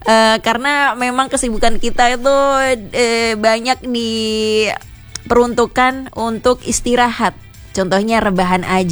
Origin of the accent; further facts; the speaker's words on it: Jember, East Java, Indonesia; aku, warga Jember, warga Tapal Kuda, tapi belum kemana-mana